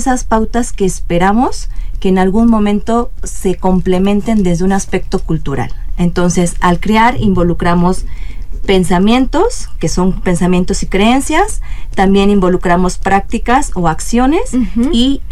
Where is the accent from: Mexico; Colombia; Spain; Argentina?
Mexico